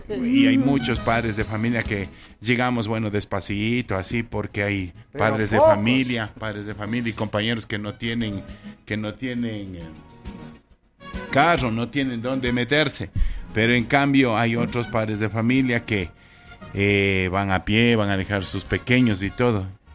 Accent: Ecuador; somos de Ecuador. Claro, somos de Ecuador.

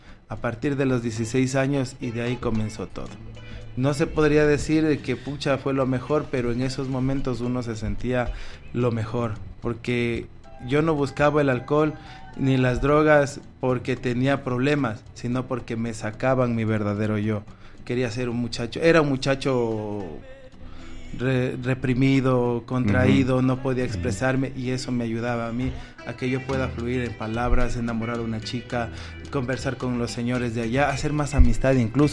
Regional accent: Santo Domingo, Dominican Republic; Yo soy de Santo Domingo.

